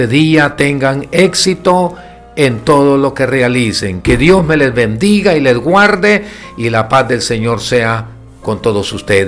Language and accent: Spanish; Guatemala; Yo vengo de Guatemala … siempre vengo a visitar acá a mi familia